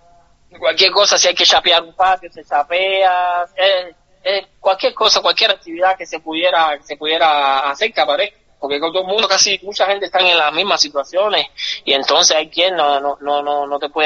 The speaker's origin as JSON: {"language": "Spanish", "country": "Cuba", "said": "nosotros, como cubanos, nosotros, pueblo, como cubanos"}